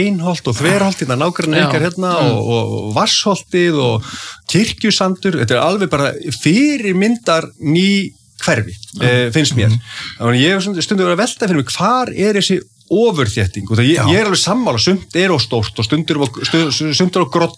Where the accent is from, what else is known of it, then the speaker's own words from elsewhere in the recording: Reykjavík, Capital Region, Iceland; Ég er alinn upp í Breiðholtinu. Já. Í hólunum í Breiðholti og þegar að byrja með, þegar ég bara mjög lítið, þá er eiginlega enga strætósamgöngur.